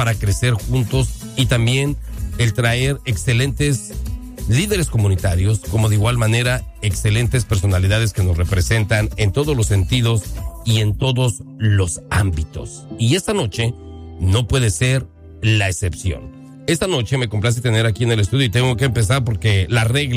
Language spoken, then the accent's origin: Spanish; Mexico; now in Omaha, United States; todos los que somos mexicanos debemos de sentirnos orgullosos de esto